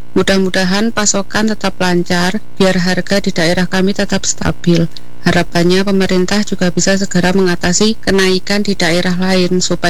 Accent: Wonosobo, Central Java, Indonesia; Daerah saya, Wonosobo, alhamdulillah sekarang harga bawang putih masih relatif normal

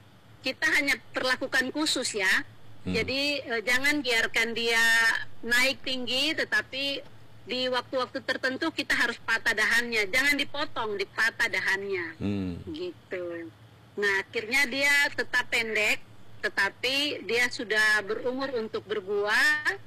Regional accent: Papua, Indonesia; kita orang Papua

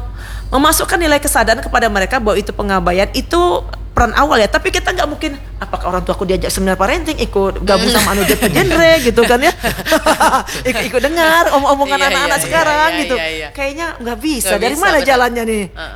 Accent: Indonesia; kita sejak kecil di masa lalu di Indonesia kita tidak terbiasa mengekspresikan perasaan.

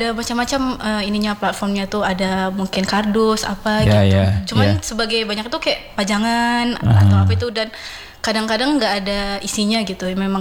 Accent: Medan, North Sumatra, Indonesia; Aku asli Medan Sumatera Utara.

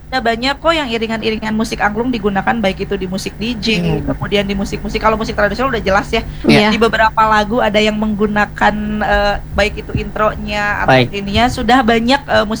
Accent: West Java, Indonesia

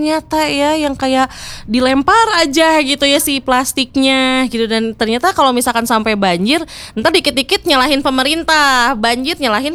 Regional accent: West Java, Indonesia; kita sebagai warga Jawa Barat

